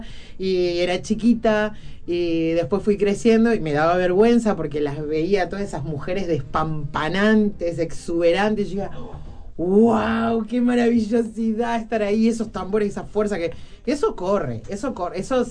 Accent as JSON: {"language": "Spanish", "region": "Montevideo", "country": "Uruguay", "tie": "born there", "also_born_or_lived": "Fray Bentos, Uruguay", "accent": "Fray Bentos (canario)", "moved": "yes", "said": "Soy del Jacinto Vera, entonces claro, hay mucho carnaval ahí, mucho tablado, mucho vecino carnavalero, y ahí fui como mamando de costadito otras cosas que en mi familia no, pero en el barrio sí. Y después, bueno, cuando me fui a Fray Bento"}